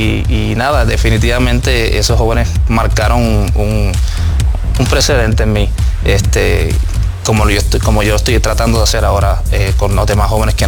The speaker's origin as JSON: {"language": "Spanish", "country": "Puerto Rico", "tie": "born or raised there", "said": "Yo acepté a Jesús como a los 19 años aproximadamente, en obviamente la isla donde soy natal, de Puerto Rico."}